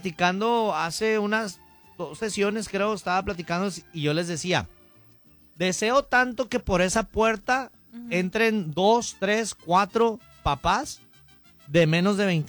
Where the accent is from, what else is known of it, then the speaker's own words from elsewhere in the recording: Mexico; como mexicanos tenemos una cultura muy hermosa, muy bella